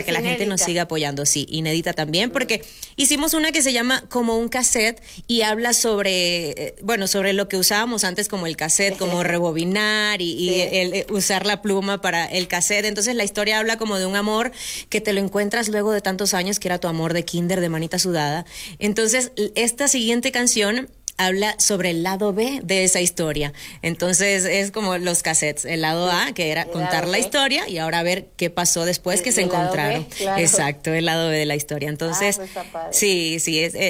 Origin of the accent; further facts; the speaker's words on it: Venezuela; Yo, por ejemplo, soy venezolana